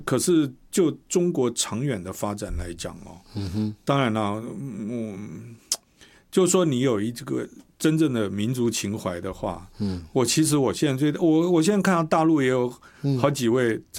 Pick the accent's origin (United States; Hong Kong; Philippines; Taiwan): Taiwan; 我们台湾人